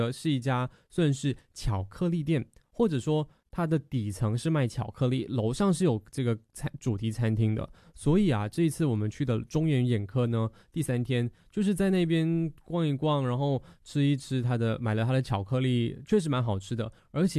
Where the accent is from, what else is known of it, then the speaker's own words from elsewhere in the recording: Malaysia; 对于我们马来西亚人来说。新村是我们华人居住的一个地方